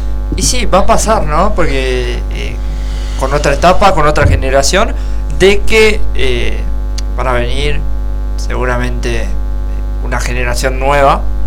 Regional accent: Argentina; se siente diferente porque somos argentinos en cierto sentido.

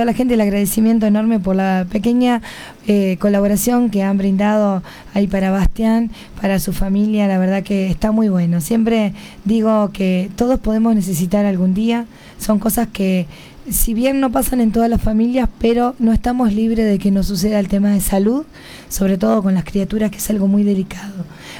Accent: Uruguay; Compatriota uruguayo, me encanta.

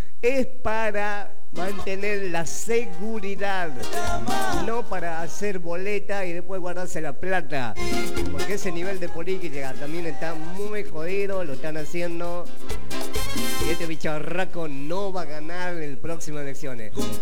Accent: Argentina; soy argentino, soy criollo. Trabajo todos los días en la calle con ustedes

